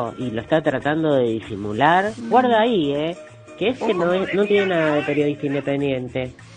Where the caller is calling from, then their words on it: Buenos Aires, Argentina; de Caballito.